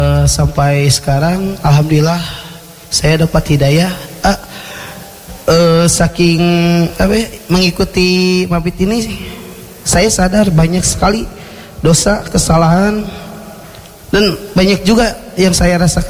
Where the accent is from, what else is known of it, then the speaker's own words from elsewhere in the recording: Padalarang, West Java, Indonesia; Saya dari Padalarang.